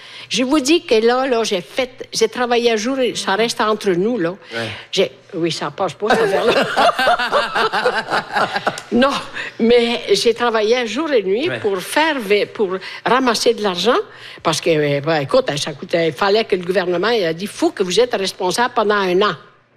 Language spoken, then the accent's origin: French; Italy